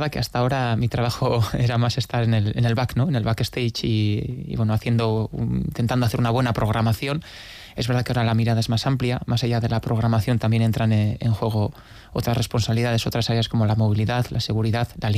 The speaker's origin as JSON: {"language": "Spanish", "town": "San Sebastián", "region": "Basque Country", "country": "Spain"}